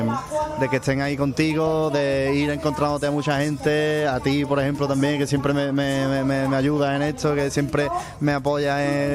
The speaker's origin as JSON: {"language": "Spanish", "town": "Sanlúcar de Barrameda", "region": "Andalusia", "country": "Spain", "tie": "born there"}